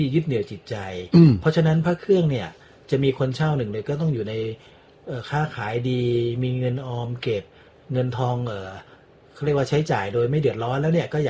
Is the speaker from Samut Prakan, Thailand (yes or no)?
yes; Samrong, Samut Prakan, Thailand; ผมเป็นคนจังหวัดสมุทรปราการนะครับผมเป็นคนสำโรงอยู่แถวสำโรงสมุทรปราการนะครับก็ครอบครัวผมก็เป็นครอบครัวเปิดร้านขายของชำแล้วก็ขายหนังสือพิมพ